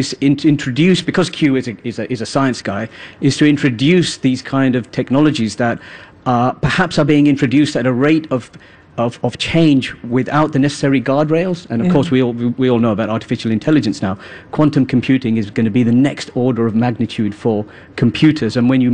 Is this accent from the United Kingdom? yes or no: yes; United Kingdom; because I myself, as a British Asian, who grew up watching James Bond with my dad